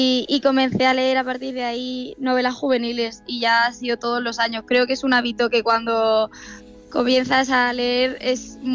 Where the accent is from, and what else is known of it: Murcia, Region of Murcia, Spain; born or raised there